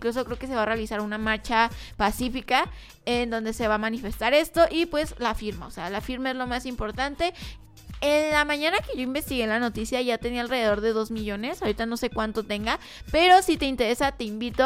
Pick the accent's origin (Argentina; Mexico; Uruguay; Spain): Mexico